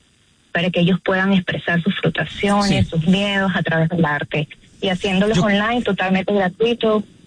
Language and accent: Spanish; Ecuador